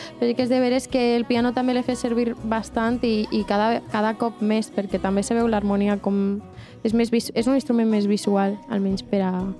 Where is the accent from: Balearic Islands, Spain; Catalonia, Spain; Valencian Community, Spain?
Valencian Community, Spain; Vila-real; born there; La meva llengua paterna, que és el valencià, i bueno, és un conjunto de todo, no?